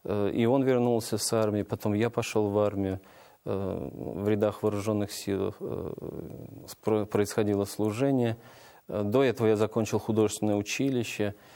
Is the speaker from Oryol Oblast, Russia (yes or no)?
yes; Oryol, Oryol Oblast, Russia; born there; И так получилось, что все-таки Орел стал их пристанищем. Там я и родился.